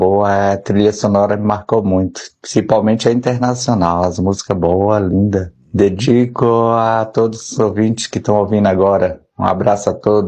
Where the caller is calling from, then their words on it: São Paulo, Brazil; falo aqui do Valo Velho, Zona Sul de São Paulo.